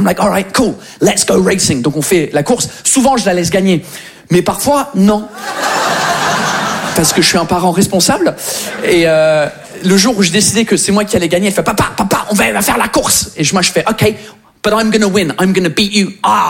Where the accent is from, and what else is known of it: England, United Kingdom; French is a second language; now in France